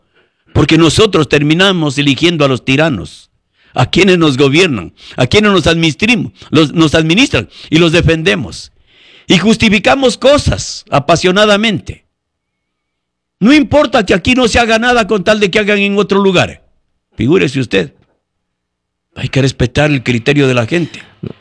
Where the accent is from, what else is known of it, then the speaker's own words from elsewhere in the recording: Ecuador; Están ausentes de nuestros principios, de nuestra ética y de nuestra moral como ecuatorianos.